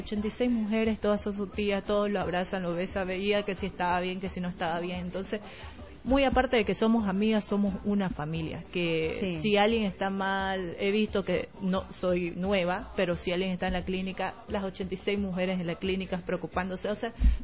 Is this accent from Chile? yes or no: no; Camiri, Santa Cruz, Bolivia; de Camiri, como soy yo, del Chaco cruceño.